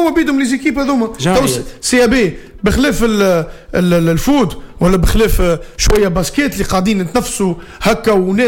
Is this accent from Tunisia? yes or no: yes; Tunisia; عندنا في تونس